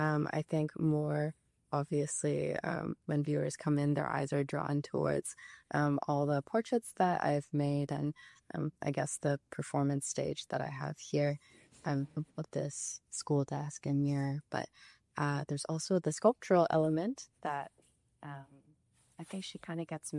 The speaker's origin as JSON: {"language": "English", "country": "Canada", "tie": "born or raised there", "first_language": "Cantonese", "second_language": "English", "said": "Yeah, because I was born and raised in Canada, but my parents are from Hong Kong, so they both speak Cantonese. I'm the first child as well, so I guess at a very technical level, like Cantonese is my first language"}